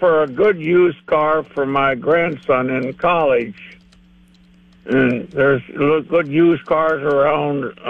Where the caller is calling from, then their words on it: Luverne, Minnesota, United States; I'm from Laverne, Minnesota.